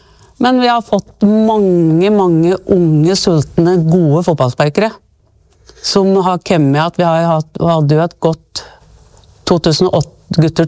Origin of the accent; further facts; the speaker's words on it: Reinsvoll, Innlandet, Norway; jeg husker jo når jeg vokste opp her på Reinsvoll